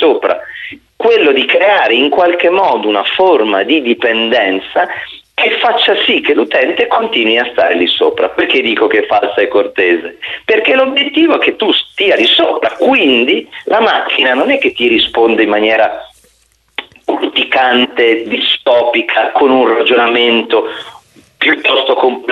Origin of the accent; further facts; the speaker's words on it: Turin, Piedmont, Italy; io sono di Torino come hai ricordato